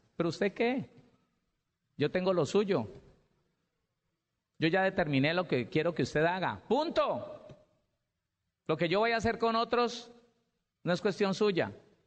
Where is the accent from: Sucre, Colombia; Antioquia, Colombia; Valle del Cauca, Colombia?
Valle del Cauca, Colombia; en la ciudad de donde soy, allá en el Valle del Cauca.